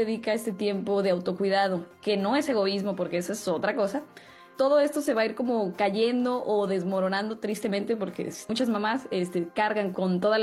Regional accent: Mexico; Necesitaríamos redefinir juntos como latinos, como mexicanos, lo que es ser una buena madre.

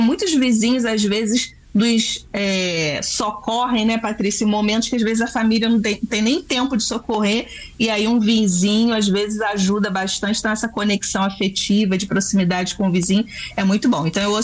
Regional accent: Brazil; como bom brasileiro, não desisto nunca

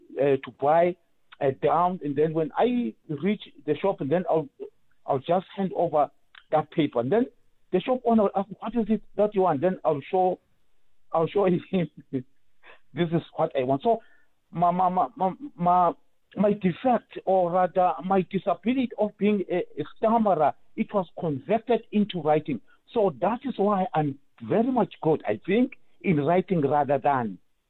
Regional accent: South Africa; first language Swati; English is a second language; My barrier is that I was studying Zulu by then, not my mother tongue, Swati.

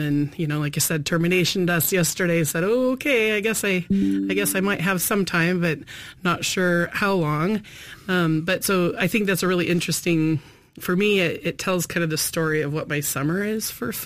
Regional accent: Idaho, United States; I can't get that here in the way that I grew up in Idaho.

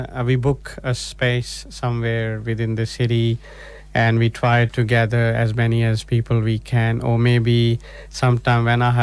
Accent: India; moved away; I'm from India, so in India it's so much diversity, so many religions, and every religion has different belief.

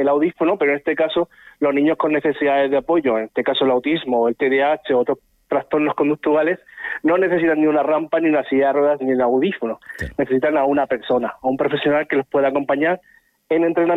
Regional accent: Cieza, Region of Murcia, Spain; nosotros somos de Cieza

